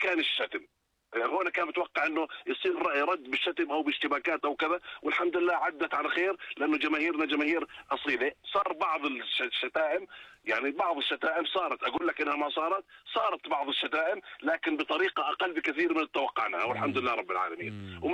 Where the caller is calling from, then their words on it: Jordan; الدوري عندنا بالاردن